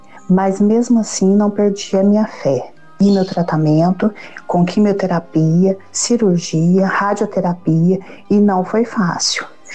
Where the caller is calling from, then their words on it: Três Pontas, Minas Gerais, Brazil; sou de Três Pontos, Minas Gerais.